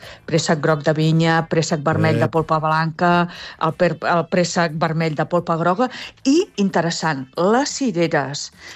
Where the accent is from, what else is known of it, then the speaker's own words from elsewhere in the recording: Terrassa, Catalonia, Spain; Jo sóc de Terrassa.